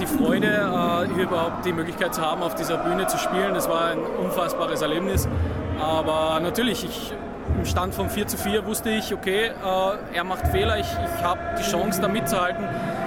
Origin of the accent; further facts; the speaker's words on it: Austria; Also die ersten Jubelschreie und das erste Mal, wir sind aus Österreich und die Gesänge, da bekommt man schon irrsinnige Gänsehaut